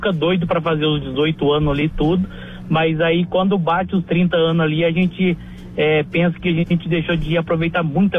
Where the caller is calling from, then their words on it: Canoas, Rio Grande do Sul, Brazil; Eu sou de Canoas.